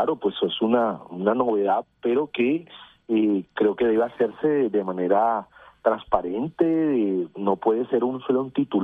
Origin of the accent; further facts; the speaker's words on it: Barranquilla, Atlántico, Colombia; Mire, yo soy barranquillero